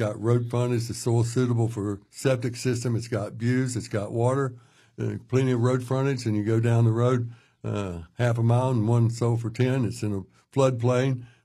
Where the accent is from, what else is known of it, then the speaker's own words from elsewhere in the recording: Charlotte, North Carolina, United States; moved away as an adult; also born or lived in New York; now in Pilot Mountain, United States; I moved back from New York down to Charlotte, which is where I grew up